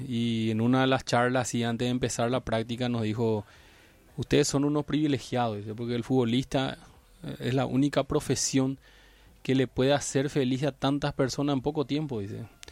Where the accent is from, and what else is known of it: Paraguay